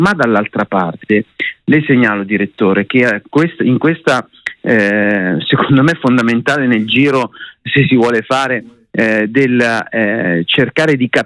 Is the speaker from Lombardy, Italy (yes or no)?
yes; Milan, Lombardy, Italy; accent: Milanese; Io, come sente dal mio accento, sono milanese, frequento Roma abitualmente